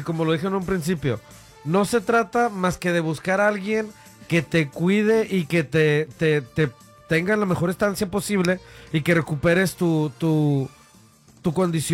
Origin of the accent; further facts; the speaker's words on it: Guanajuato, Mexico; Yo soy de Guanajuato, ahí más o menos somos vecinos.